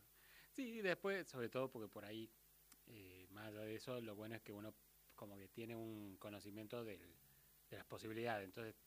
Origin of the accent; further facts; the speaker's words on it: San Martín, Buenos Aires Province, Argentina; Yo soy de San Martín.